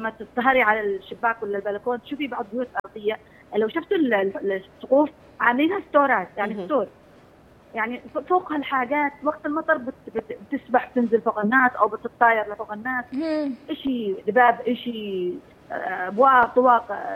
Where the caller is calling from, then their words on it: Aden, Yemen; علينا وسقية خير لنا جميعا في عدن